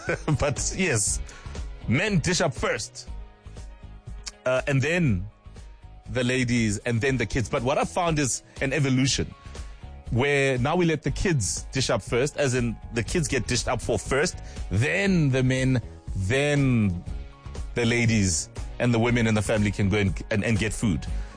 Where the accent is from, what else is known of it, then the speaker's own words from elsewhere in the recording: South Africa; Because that's the one common thread we all have as South African families.